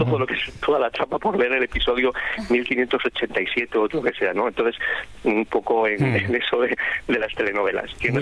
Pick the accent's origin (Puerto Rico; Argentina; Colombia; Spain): Spain; Castile and León; now in Alcalá, Spain; Mira, estoy en Alcalá, es un culebrón ya en sí, pero yo soy de Tortola de Lleva, de Burgos, y te mando un saludo desde nuestra tierrilla.